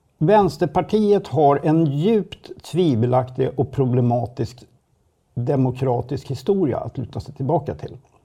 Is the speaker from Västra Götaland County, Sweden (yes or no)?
no; Södertälje, Stockholm County, Sweden; Och jag bor själv, jag kommer från Södertälje och bor där återigen.